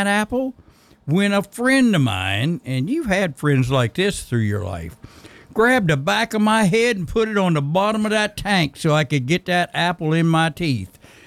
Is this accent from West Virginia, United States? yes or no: yes; West Virginia, United States; And I thought it was fun growing up in West Virginia.